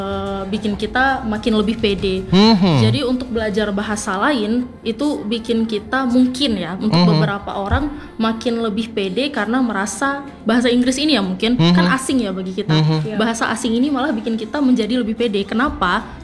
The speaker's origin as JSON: {"language": "Indonesian", "town": "Lhokseumawe", "region": "Aceh", "country": "Indonesia", "tie": "born or raised there", "also_born_or_lived": "PD (possibly Pidie, Aceh)", "said": "aku dari kecil udah di Lok Sumawe dan tinggalnya emang udah di sini, udah netap di sini."}